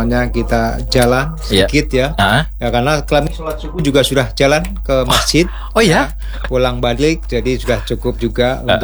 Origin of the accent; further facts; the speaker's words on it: Central Java, Indonesia; moved away as an adult; also born or lived in Central Kalimantan; now in Southeast Sulawesi, Indonesia; Kalau saya asli dari Jawa Tengah. Suku Jawa tentunya kan.